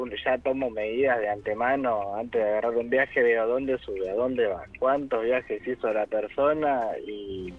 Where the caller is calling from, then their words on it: Pilar, Buenos Aires Province, Argentina; Yo vivo en Pilar, como te dije más de una vez, pero vengo a trabajar acá a Capital.